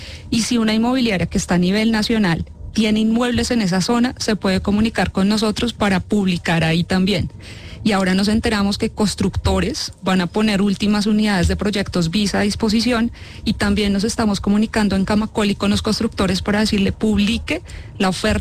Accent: Colombia; creo que hemos reaccionado muy bien en diferentes situaciones que nos lo han pedido como colombianos.

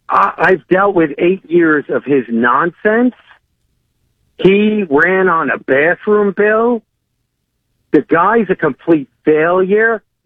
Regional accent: Staten Island, New York, United States; I grew up in Staten Island. I grew up as a Democrat.

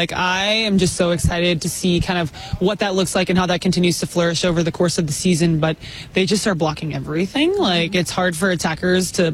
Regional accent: Texas, United States; I'm from Texas. I know what that looks like.

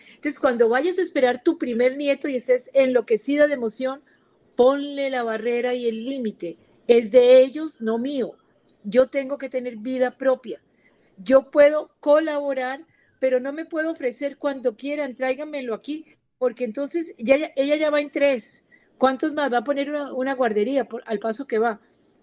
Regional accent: Colombia; todos somos colombianos

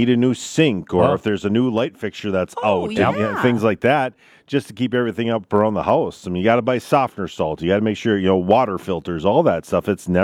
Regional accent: Barnesville, United States; I joked with someone live in my hometown of Barnesville, and I said to them, seems like the only time we see each other is at graduations.

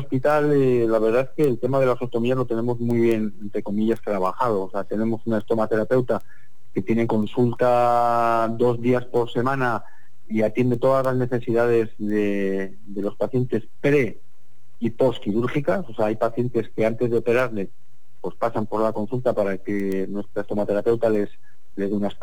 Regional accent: Spain; como buenos españoles que somos

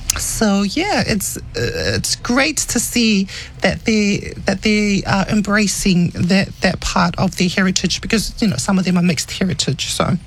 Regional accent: Cook Islands; English is a second language; now in New Zealand; I didn't know how to speak English. I learned how to speak English when I moved to Aotearoa, New Zealand. And that identified me as a Cook Islander because I was, speaking my language.

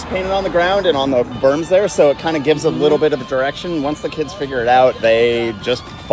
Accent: Mount Hermon, California, United States; now in Boulder Creek, United States; I'm in Boulder Creek, but I grew up in Mount Hermon, so right up the street.

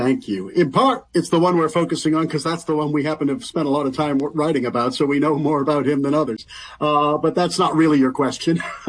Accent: United States; now in United Kingdom; I'm based in the UK and I'm a fellow with the Royal Historical Society, but I'm an American citizen myself.

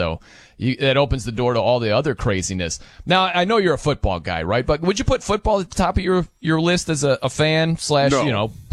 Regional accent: Indiana, United States; You know, I'm from Indiana.

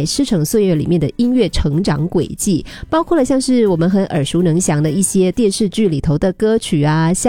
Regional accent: Singapore; 更是属于我们新加坡人的很多朋友的青春的回忆跟聚会哦

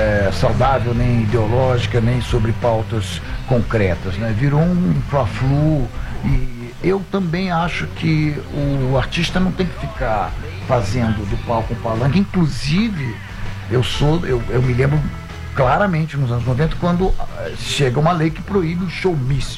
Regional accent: Rio de Janeiro, Brazil; eu sou carioca, eu posso ser cidadão honorário

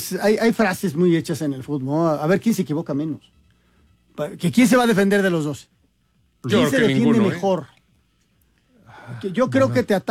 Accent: Mexico; mi familia es de allá, yo soy mexicano

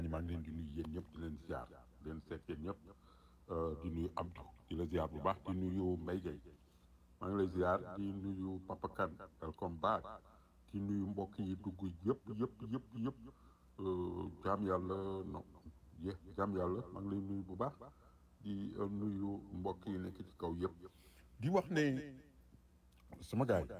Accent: Senegal; je suis Sénégalais.

